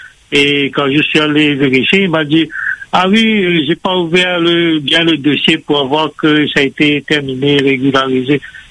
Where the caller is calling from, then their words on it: Saint-Denis, Réunion; Je suis à Saint-Denis, centre-ville.